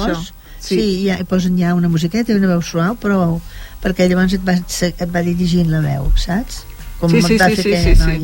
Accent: Catalonia, Spain; som catalans

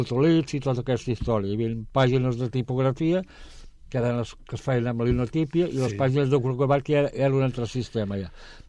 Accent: Vilanova i la Geltrú, Catalonia, Spain; now in Cunit, Spain; va decidir agafar llogar un pis a Vilanova, i llavors allà vaig néixer, allà em vaig criar, però cada setmana em portaven aquí amb els avis.

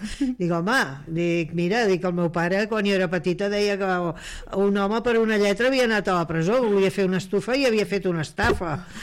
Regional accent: Catalonia, Spain; com a bona catalana

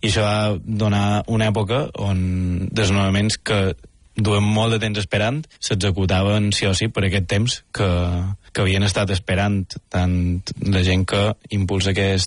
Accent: Balearic Islands, Spain; mos coneixem d'això de fer temes junts i els dos som mallorquins.

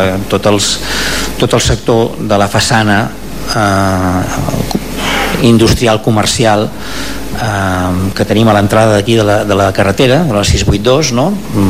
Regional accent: Palafolls, Catalonia, Spain; Quan tots els que som de Palafolls, i els que no ho som però hem vingut, sabem que allò s'inunda amb metres d'aigua quan la Tordera baixa

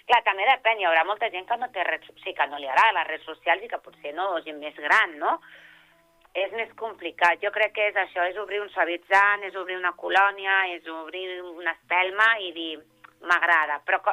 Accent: Terrassa, Catalonia, Spain; T'ho dic Terrassa, jo soc de Terrassa.

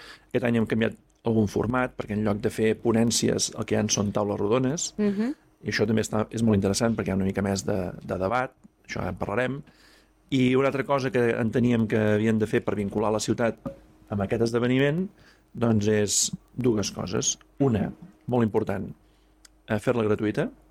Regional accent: Manresa, Catalonia, Spain; com a manresà, ara parlo com a manresà

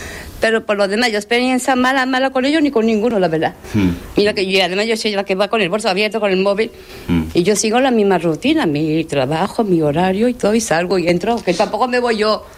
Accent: Spain; Sí, es que yo soy musulmana, sí, bueno, soy española, pero soy religión musulmana.

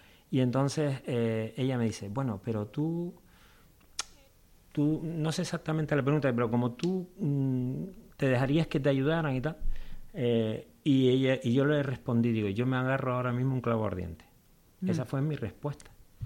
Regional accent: Telde, Canary Islands, Spain; Yo me acuerdo de ir pequeñito, mi abuelo, somos de Telde, mis abuelos maternos vivían en San Antonio y me acuerdo de ir a la ermita de San Antonio a escuchar misa los sábados con él por la tarde, ¿no?

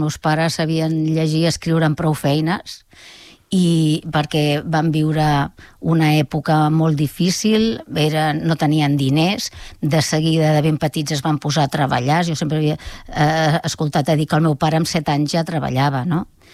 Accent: Molins de Rei, Catalonia, Spain; moved away as an adult; now in Pallejà, Spain; suposo que quan neixes en un poble i la teva joventut viu, transcorre en aquest poble, doncs sempre et sents el poble com a teu. I clar, jo vaig anar a viure a Pallejà amb 34 anys o 35. Per tant, sí, jo ara... Visc a Pallejà, però el meu poble

